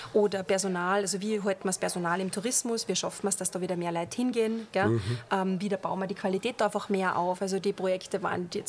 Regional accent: Austria

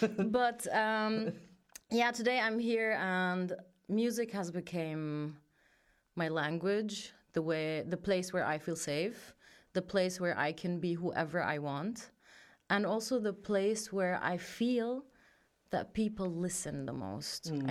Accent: Austria; born there; first language German; English is a second language; learning that, yes, I do have somehow Austrian identity because I was born here and I speak it. This is my first language that I learned perfectly.

